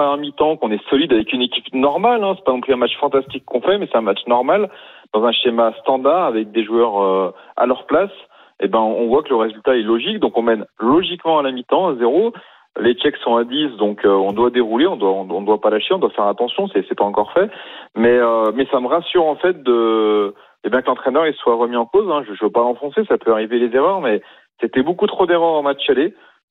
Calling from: Lyon, Auvergne-Rhône-Alpes, France; Lyon, à côté de Lyon.

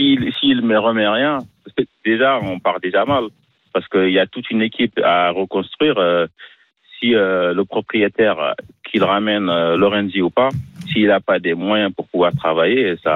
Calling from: Senegal; Oui, je suis sénégalais

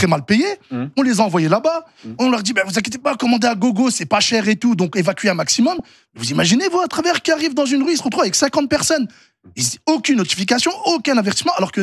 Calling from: Roubaix, Hauts-de-France, France; J'habite à Roubaix, l'une des villes les plus pauvres de France.

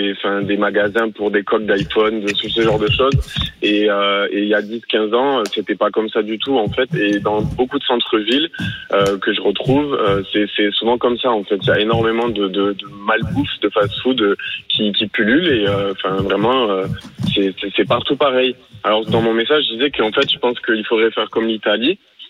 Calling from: Toulouse, Occitanie, France; C'est vrai que moi je viens de Toulouse, du coup on a vu des villes être transformées littéralement.

